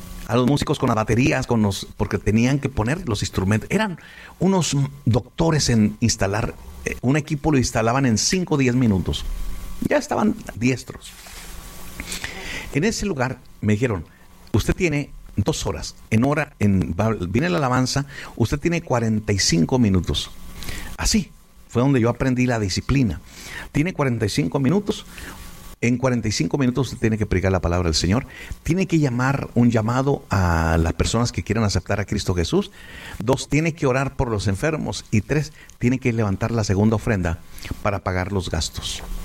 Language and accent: Spanish; Ciudad Juárez, Chihuahua, Mexico; Entonces, más de Juárez, que estamos acostumbrados.